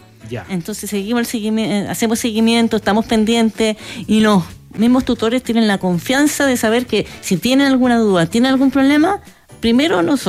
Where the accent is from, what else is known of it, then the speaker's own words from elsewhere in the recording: Requínoa, O'Higgins, Chile; Yo soy de Requinoa.